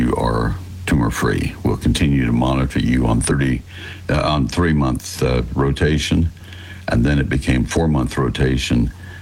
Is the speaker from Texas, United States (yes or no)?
yes; Texas, United States; I love my home state